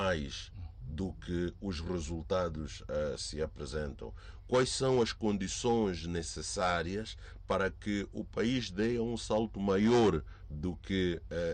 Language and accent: Portuguese; Mozambique